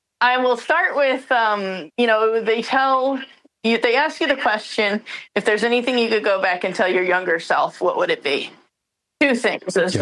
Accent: Plano, Texas, United States; also born or lived in Dallas, United States / England, United Kingdom / Northern Ireland, United Kingdom; now in Denton, United States; I currently live in Denton, Texas. I was born in Dallas, grew up in the Dallas area. For those familiar with the Dallas area, I actually grew up in Plano, and I was there the majority of my life, all of my childhood, pretty much.

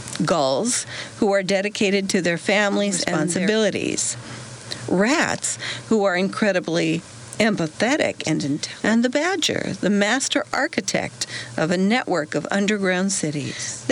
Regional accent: Largo, Florida, United States; I grew up in Largo, Florida, 4 miles from Clearwater.

